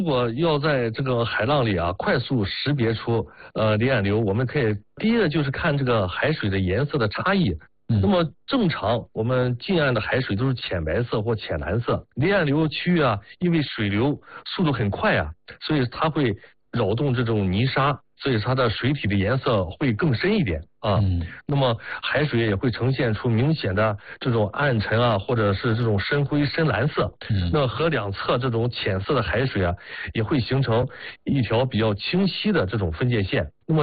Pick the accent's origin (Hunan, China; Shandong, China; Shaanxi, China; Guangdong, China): Shandong, China; Qingdao; 因为我在青岛在海边长大